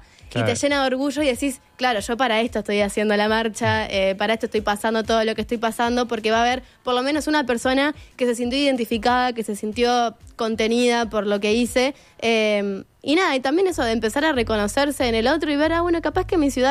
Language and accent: Spanish; Montevideo, Uruguay; nosotros mismos somos montevideanos